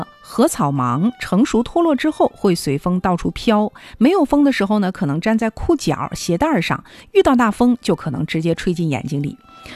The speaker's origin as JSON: {"language": "Chinese", "town": "Harbin", "region": "Heilongjiang", "country": "China", "said": "我们哈尔滨人"}